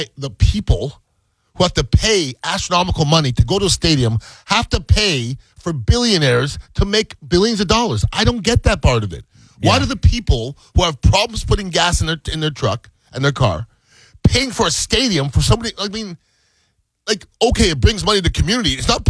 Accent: Montreal, Quebec, Canada; I'm from Montreal and they don't deserve a baseball team.

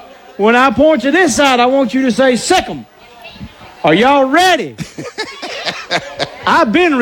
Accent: Statham, Georgia, United States; also born or lived in Rome, Georgia; I was born in Rome, Georgia. In Rome, okay. But excellent. I grew up in the big town of Statham, Georgia.

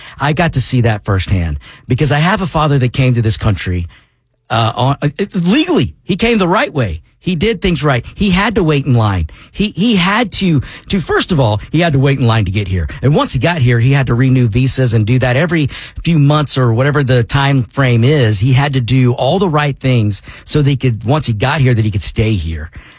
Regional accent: United States; What I am is an American, a proud American.

